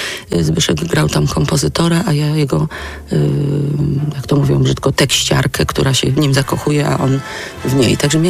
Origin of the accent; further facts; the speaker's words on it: Silesian Voivodeship, Poland; moved away as an adult; now in Kraków, Poland; bo jestem Ślązaczką.